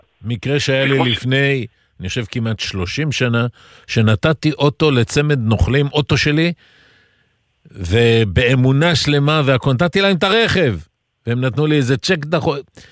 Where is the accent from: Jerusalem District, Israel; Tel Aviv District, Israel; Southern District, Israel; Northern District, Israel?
Southern District, Israel; Sderot; moved away; אני הרי נולדתי, גדלתי עד לפני 17 שנה, כל חיי בסדרות. אני כילד שגדל בפריפריה